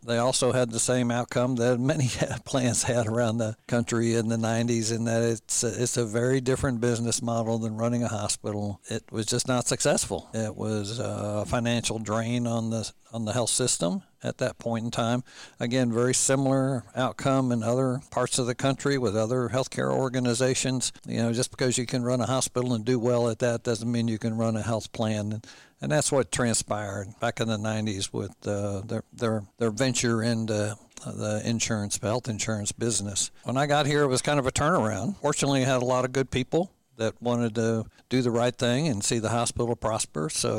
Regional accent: St. Louis, Missouri, United States; moved away; also born or lived in Middletown, Ohio / Houston / Baton Rouge / Memphis; grew up in St. Louis, Missouri, and although I was born in Middletown, Ohio, not too far from Dayton, but my dad had to move to St. Louis for a job and ended up growing up there

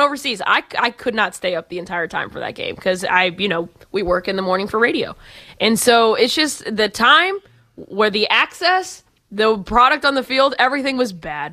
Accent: Austin, Texas, United States; Well, because I'm from the great state of Texas, I'm from Austin, Texas.

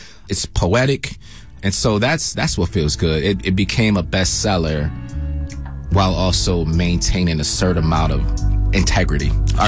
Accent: England, United Kingdom; Listen, I'm an English guy.

